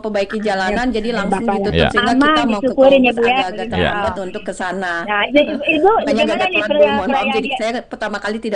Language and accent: Indonesian; Bekasi, West Java, Indonesia; Saya dari Bekasi, tapi ibu saya sebetulnya orang Sunda dari Ciamis.